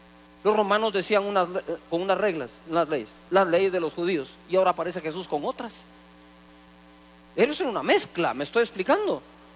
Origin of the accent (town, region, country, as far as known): Guatemala